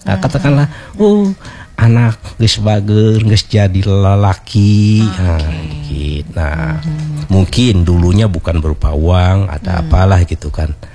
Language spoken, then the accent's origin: Indonesian; West Java, Indonesia; Kalau kami orang Sunda enggak.